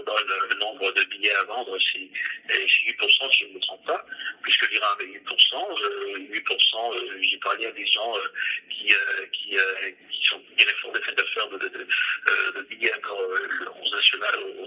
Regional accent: Haiti; et nous sommes des Haïtiens, nous sommes fiers de l'être.

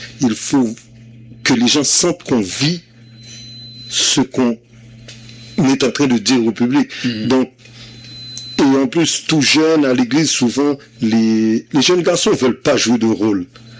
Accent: Montreal, Quebec, Canada; bien que j'ai grandi à Montréal parce que je suis arrivé à l'âge de 6 ans, le fait que je sois chanteur et je chantais à l'église, donc j'ai toujours utilisé le créole.

